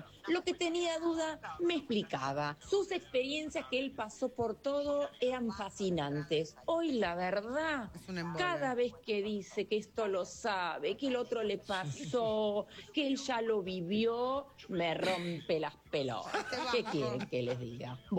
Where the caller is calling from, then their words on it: Buenos Aires, Argentina; de Villa Crespo.